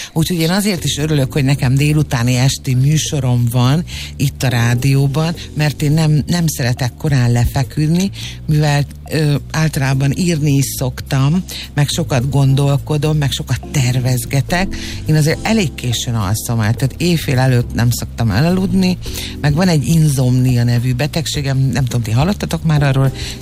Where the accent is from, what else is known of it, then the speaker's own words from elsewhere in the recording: Hungary; én 73-ban születtem, és a 80-as évek végén, tehát én voltam ilyen 15-16 éves, és akkor jött be ez a fajta hamburger divat Magyarországon